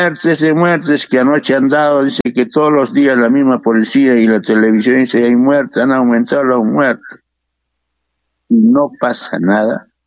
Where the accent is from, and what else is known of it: Peru